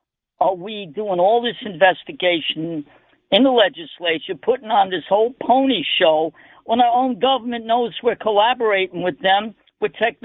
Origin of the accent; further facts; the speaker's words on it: New York, United States; Hello, I'm from New York.